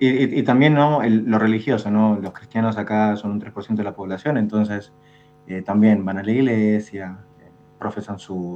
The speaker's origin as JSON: {"language": "Spanish", "country": "Argentina", "moved": "yes", "lives_now": "Jordan"}